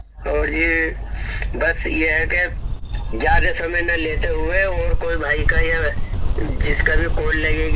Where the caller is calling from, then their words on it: Sambhal, Uttar Pradesh, India; का प्यार भरा आदाब